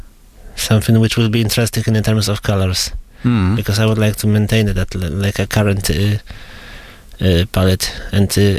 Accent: Rumia, Pomeranian Voivodeship, Poland; English is a second language; now in Cambridge, United Kingdom; my hometown, Lumia

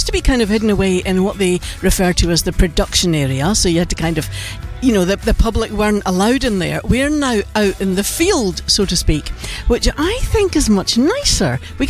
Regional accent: Scotland, United Kingdom; we're both Scottish.

